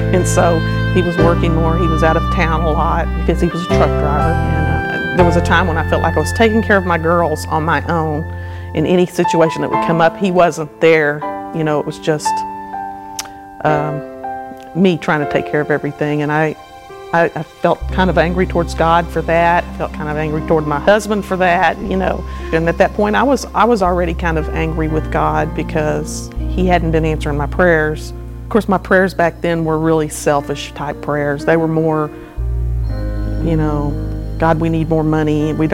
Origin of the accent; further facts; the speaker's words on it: Houston, Texas, United States; moved away as an adult; also born or lived in Midland, Texas / Detroit, Michigan; I'm originally from Houston, Texas. We lived in Midland for about 14, 15 years.